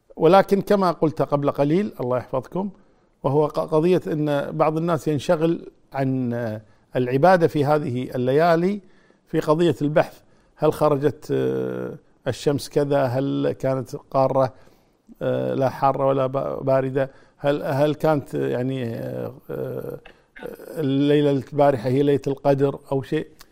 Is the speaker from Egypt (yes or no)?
no; Kuwait; عندنا في الكويت